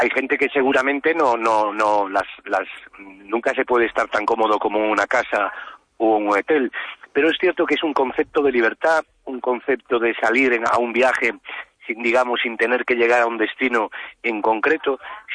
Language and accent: Spanish; Meis, Galicia, Spain; also born or lived in Vigo; la comarca de Meis y de Arousa, de la que soy, además, es mi pueblo de toda la vida, Mosteiro